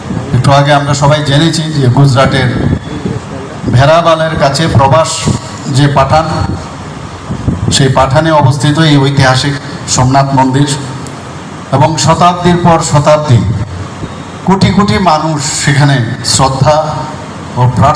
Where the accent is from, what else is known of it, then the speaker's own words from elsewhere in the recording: Tripura, India; আমরা ত্রিপুরার মানুষ এমনি অত্যন্ত আমরা জানি যে ধর্মপ্রাণ মানুষ